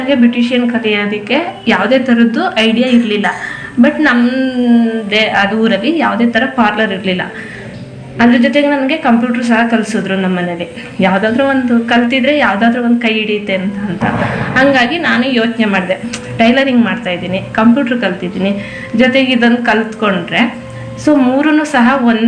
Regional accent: Muttur, Karnataka, India; ನಾನು ಪಿರಿಯಾಪಟ್ಟಣ ತಾಲೂಕು ಮುತ್ತೂರಿಂದ ಬಂದಿದ್ದೀನಿ.

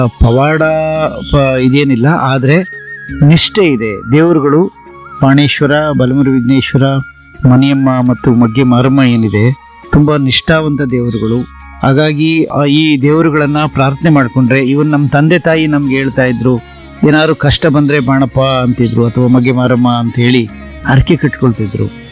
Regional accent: Karnataka, India; ಇದು ನಾನು ಕರ್ನಾಟಕದಲ್ಲಿ ಎಲ್ಲೂ ನೋಡಿಲ್ಲ, ಇಲ್ಲಿದೆ ಮಗ್ಗಿನ ನಮ್ಮೂರಲ್ಲಿ ಮಾತ್ರ ನೋಡಿರೋದು

